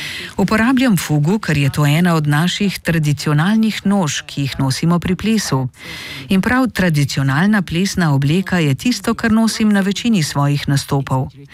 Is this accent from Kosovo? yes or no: no; Ghana; Slovenian is a second language; Naslov povezujem z zasedbo, ker sem iz Gane. Jaz pojem afriško, oni igrajo. Jaz prinašam groove, oni to naredijo dostopno za Evropo, jaz pa za Afriko.